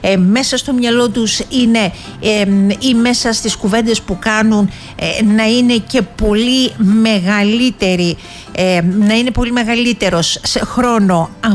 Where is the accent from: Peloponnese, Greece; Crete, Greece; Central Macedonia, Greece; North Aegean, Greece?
Crete, Greece; Viannos; born there; now in Heraklion, Greece; στη Βιάνο το χωριό μου